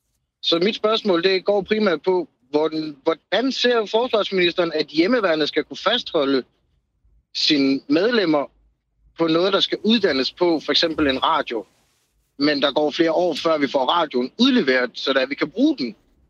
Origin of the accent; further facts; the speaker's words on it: Haderslev, Region of Southern Denmark, Denmark; Jeg er fra Haderslev.